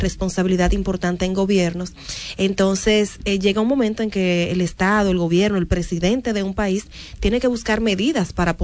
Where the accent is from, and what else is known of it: Dominican Republic